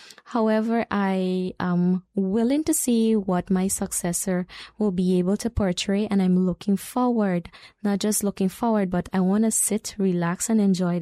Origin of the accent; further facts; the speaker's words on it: Aishalton, Upper Takutu-Upper Essequibo, Guyana; born there; moved away as an adult; also born or lived in Nappi Village / Lethem; originally I am from Aishalton village by birth.